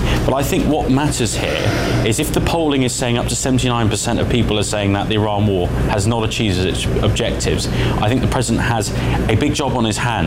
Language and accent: English; United Kingdom